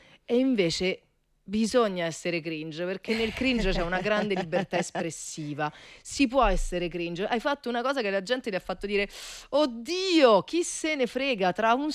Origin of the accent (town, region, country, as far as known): Rome, Lazio, Italy